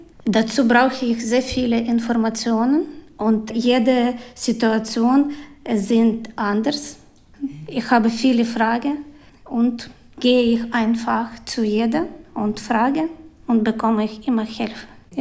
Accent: Ukraine; German is a second language; moved away as an adult; now in Münster, Germany; Ich bin 37 Jahre alt. Ja, ich komme aus der Ukraine.

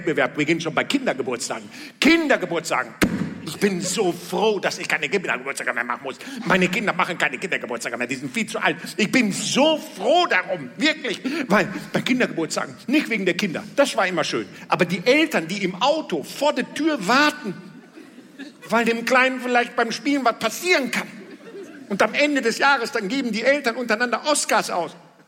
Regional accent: Bad Driburg, North Rhine-Westphalia, Germany; born there; Ich bin doch hier in der Ecke geboren. Einfach einmal da, halb da über den, ne? Bad Driburg. Einfach so. Ich bin einfach bei der Kartoffelernte in den Sand gefallen.

